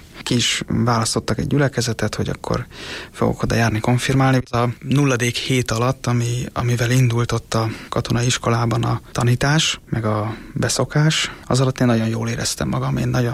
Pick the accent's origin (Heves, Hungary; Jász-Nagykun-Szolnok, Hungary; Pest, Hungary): Pest, Hungary; Százhalombatta; Én ide születtem már Százszalombattára, és tényleg egy ilyen közegbe nőttem föl